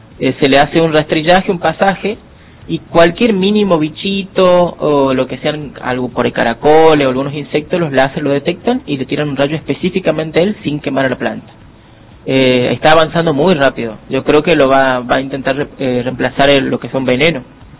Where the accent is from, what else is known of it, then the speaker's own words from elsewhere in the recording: Formosa, Argentina; moved away; todos me preguntan, ¿soy de Formosa o de Salta? No, de Formosa soy, pero ¿por qué no hablas así con la cantadita del Paraguay? Y porque, bueno, nosotros tenemos, viste que nuestra cultura es salto-chaqueña